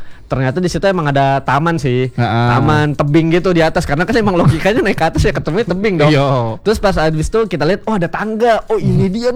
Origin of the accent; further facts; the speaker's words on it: Jakarta, Indonesia; now in Denpasar, Indonesia; kalau aku kan dari Jakarta nih teman pro 2 ya, merantau ke Denpasar.